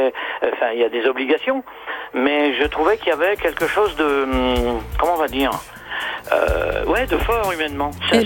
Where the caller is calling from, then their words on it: Mâcon, Bourgogne-Franche-Comté, France; Je suis de Mâcon